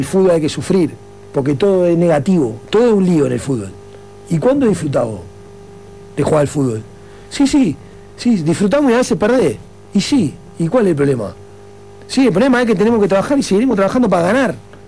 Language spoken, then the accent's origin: Spanish; Argentina; now in Uruguay; a mí me decían, no, vos sos argentino